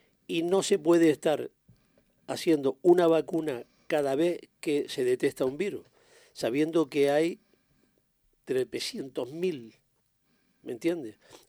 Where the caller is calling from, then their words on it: Canary Islands, Spain; los canarios somos inmorales.